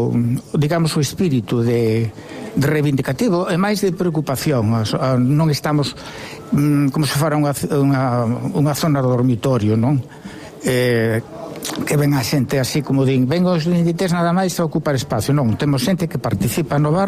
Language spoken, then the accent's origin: Galician; A Coruña, Galicia, Spain; Non, eu non sei que deixen outro día que somos de Coruña